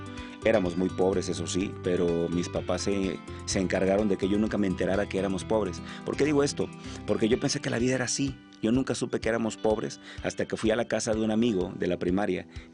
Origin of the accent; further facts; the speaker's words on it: Acapulco, Guerrero, Mexico; Bueno, soy acapulqueño, nací en Acapulco. En Acapulco no hay cobijas, le llamamos sábanas en Acapulco.